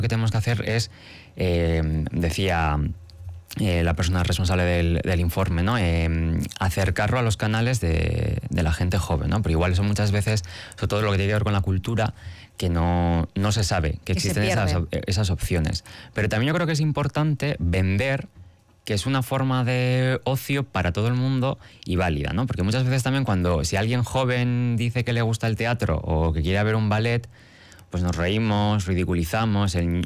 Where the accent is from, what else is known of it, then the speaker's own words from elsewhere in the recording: Bilbao, Basque Country, Spain; si es verdad que yo soy de Bilbao, entonces en Bilbao la época de la dictadura, el desarrollismo, generó unos barrios horribles